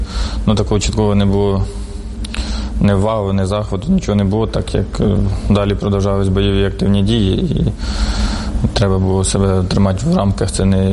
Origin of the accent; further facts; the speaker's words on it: Sumy, Sumy Oblast, Ukraine; Із Сумщини, з Суми.